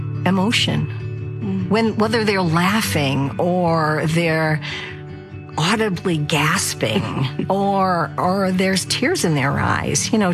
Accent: Ireland; I'm Irish. I've always been a storyteller.

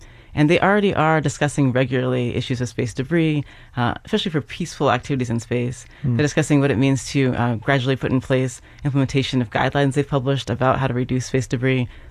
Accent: United States; I'm an American. I live in America.

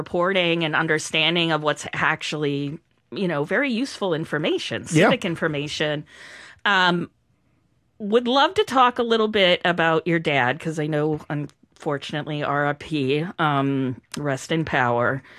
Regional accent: Gloucester, Massachusetts, United States; also born or lived in Montreal; Well, when I was young, I used to watch the show when I grew up in Gloucester. And when I moved to Montreal, I got an antenna for my TV.

